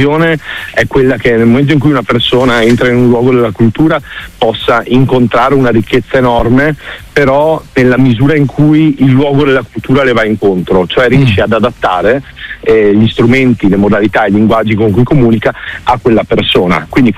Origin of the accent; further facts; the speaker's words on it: Dolomites, Italy; Perché io sono stato, mi ricordo, il primo del mio paese, abitavo in un piccolo paese sulle Dolomiti, sono stato il primo del mio paese ad avere internet, avevo 10 anni